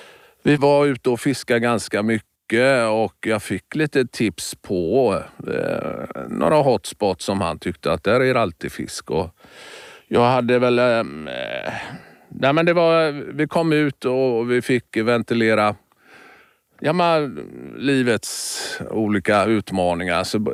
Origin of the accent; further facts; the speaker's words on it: Västra Götaland County, Sweden; Fjordar har vi i Bohuslän där jag växte upp.